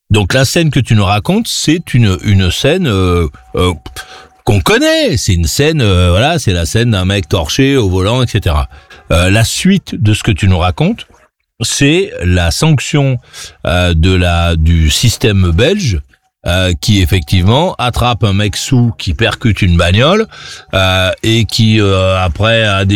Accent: France; Chez nous, en France

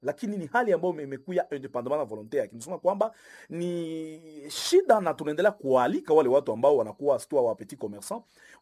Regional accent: DR Congo; kujua kama sisi ni wakongomani na tukajitia pamoja

